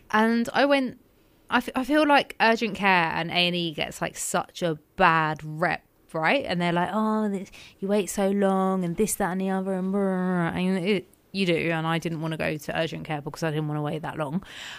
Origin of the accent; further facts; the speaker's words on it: London, United Kingdom; I'm from Northwest London.